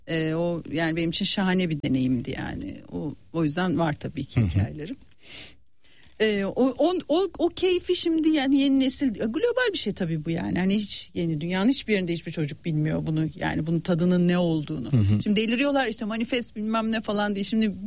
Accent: Istanbul, Turkey; ben doğma büyüme Beşiktaşlıyım şu anda. Vatanımdayım yani. Vatanımdayım.

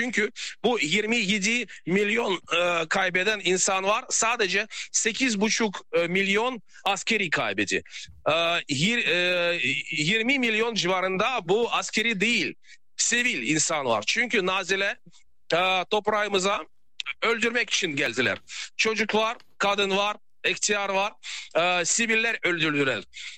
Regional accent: Saint Petersburg, Russia; born there; Turkish is a second language; Evet, benim ailem Sankt Petersburg'dan, ben Petersburg'da doğdum

